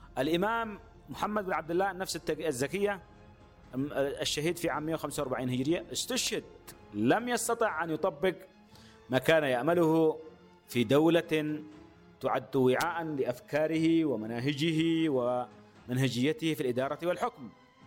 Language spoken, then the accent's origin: Arabic; Yemen; وهذا ما يحتم علينا كيمنيين أن نعود إليه لندرسه باعتباره تراثا